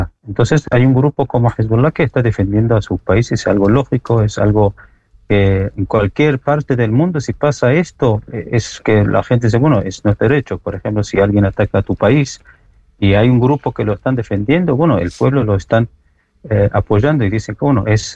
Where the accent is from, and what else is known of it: Iran